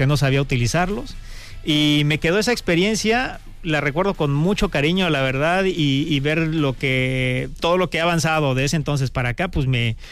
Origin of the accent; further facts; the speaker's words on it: Coyuquilla Norte, Guerrero, Mexico; Y fue en mi pueblo, Coyuquilla Norte, un pueblo hermosísimo en la Costa Grande, aquí del estado de Guerrero, perteneciente al municipio de Petotlán